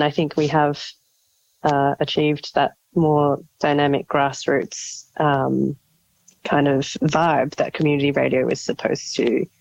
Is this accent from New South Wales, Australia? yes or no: no; Melbourne, Victoria, Australia; Yeah, I'm from Melbourne and there's really strong community radio in Melbourne